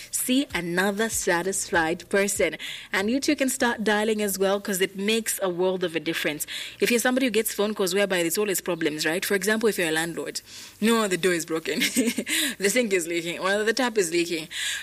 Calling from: Zambia; I'm calling from Windbeek, Zambia.

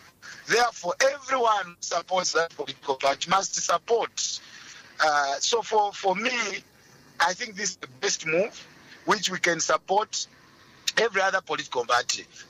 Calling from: Lusaka, Lusaka Province, Zambia; Mm-hmm. I'm calling from Lusaka.

